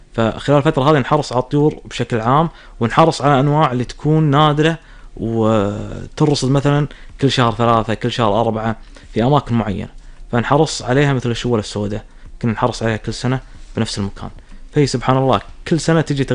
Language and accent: Arabic; Kuwait; في الرقيعي عندنا بالكويت اكثر من نوع